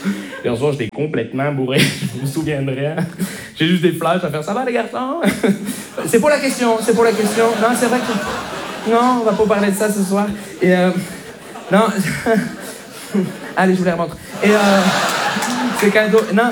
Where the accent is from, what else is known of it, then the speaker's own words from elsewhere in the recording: Montreal, Quebec, Canada; je viens de Montréal.